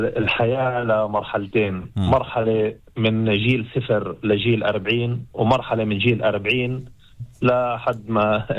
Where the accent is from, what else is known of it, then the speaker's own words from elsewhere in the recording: Israel; عندنا في إسرائيل